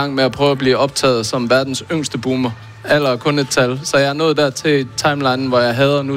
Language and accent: Danish; Aarhus, Central Denmark Region, Denmark; Jeg er en 40-årig mand, der er født og opvokset i Risskov på Strandvejen nord for Aarhus.